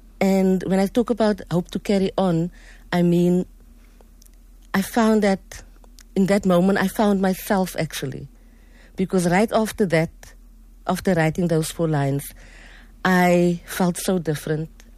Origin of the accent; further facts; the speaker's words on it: Mitchells Plain, Western Cape, South Africa; And growing up in Mitchell's Plain and having to deal with the social ills and then the station strangler. And I grew up in that era.